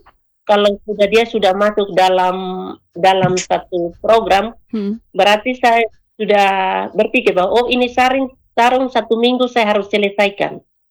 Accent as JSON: {"language": "Indonesian", "area": "Amarasi", "region": "East Nusa Tenggara", "country": "Indonesia", "said": "Jadi itu adalah satu kebanggaan buat kami orang Amarati terlebih khususnya."}